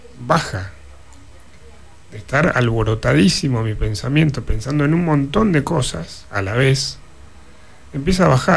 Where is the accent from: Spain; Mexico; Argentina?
Argentina; somos argentinos descendientes en gran parte o mayoría de europeos, españoles e italianos.